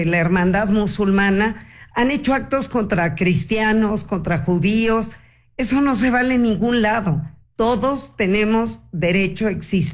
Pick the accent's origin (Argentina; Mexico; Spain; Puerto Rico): Mexico; 5 o 6 generaciones de judíos mexicanos que aportamos en la ciencia, en el arte, en el periodismo, en la empresa, y que se pagan impuestos, y que somos mexicanos.